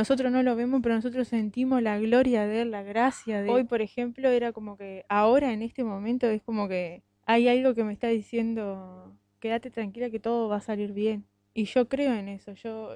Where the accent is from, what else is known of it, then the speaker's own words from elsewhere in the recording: Parque del Plata, Canelones, Uruguay; Nosotros venimos de Parque del Plata, de Canelones.